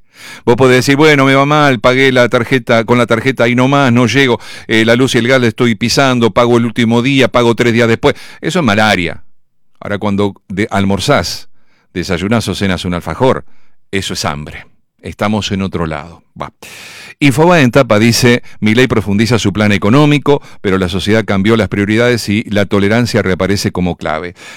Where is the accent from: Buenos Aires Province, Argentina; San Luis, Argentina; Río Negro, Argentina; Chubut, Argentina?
Buenos Aires Province, Argentina; Mar del Plata; yo me crié en Mar del Plata.